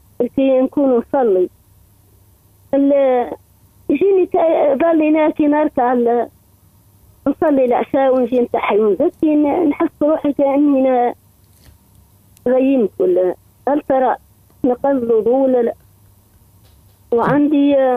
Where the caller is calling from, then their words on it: Sidi Bouzid, Tunisia; سيدي بوزي.